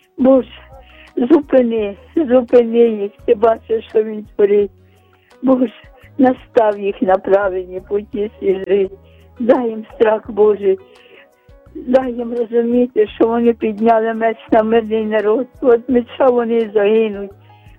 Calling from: Kyiv, Ukraine; я з Оболоні, з Києва.

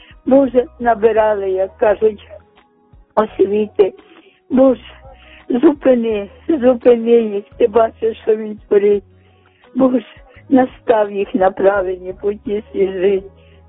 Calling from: Kyiv, Ukraine; я з Оболоні, з Києва.

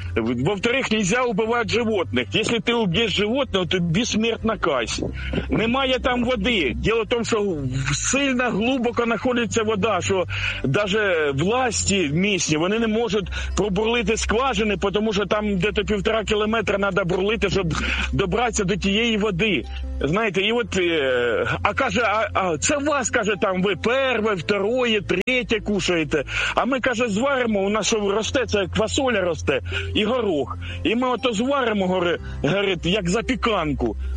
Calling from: Kharkiv, Kharkiv Oblast, Ukraine; я із Харкова вас безпокою.

